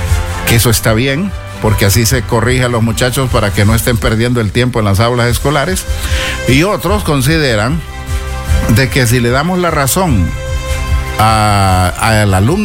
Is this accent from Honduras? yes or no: yes; Honduras; pero así somos los hondureños.